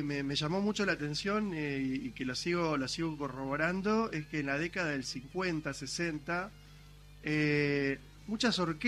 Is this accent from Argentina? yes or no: yes; Esmeralda, Santa Fe, Argentina; born there; está Esmeralda, provincia de Santa Fe, que es donde yo nací.